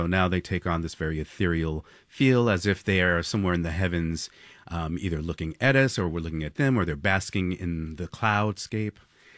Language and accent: English; Los Angeles, California, United States; also born or lived in Japan; as a teenager growing up in Los Angeles, I was a graffiti artist.